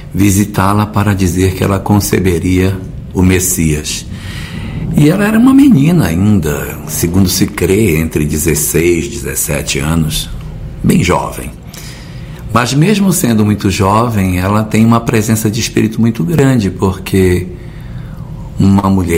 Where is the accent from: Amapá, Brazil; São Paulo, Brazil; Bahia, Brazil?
Amapá, Brazil; Macapá; born there; moved away as an adult; also born or lived in Porto Velho, Rondônia; now in Curitiba, Brazil; eu sou nascido no Amapá, na cidade de Macapá. Conheci o movimento espírita em 1980, quando eu tinha 17 anos, e em 1987 eu me transferi para Porto Velho